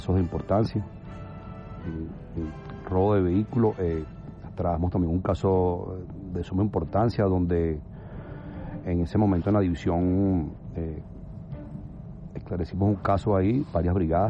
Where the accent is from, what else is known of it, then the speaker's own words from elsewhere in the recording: Caracas, Capital District, Venezuela; De Caracas, sí, señor.